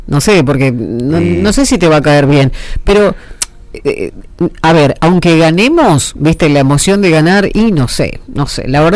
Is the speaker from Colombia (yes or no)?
no; Argentina; tan pasionales como somos los argentinos